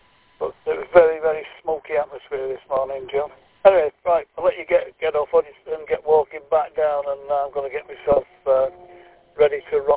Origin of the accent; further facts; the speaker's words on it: Manchester, North West England, United Kingdom; moved away as an adult; now in Wrexham, United Kingdom; We live over near Wrexham, but we're from Manchester originally. And moved out into Wrexham about 2011.